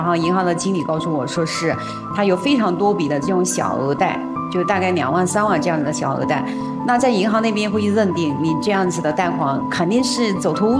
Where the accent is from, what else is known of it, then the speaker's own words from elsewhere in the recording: Hunan, China; now in Shenzhen, China; 我今年43岁，我是来自湖南，现居深圳，是一家服装公司的老板，也是一个品牌创始人。